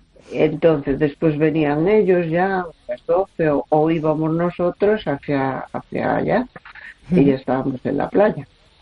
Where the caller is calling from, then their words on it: A Coruña, Galicia, Spain; de Coruña.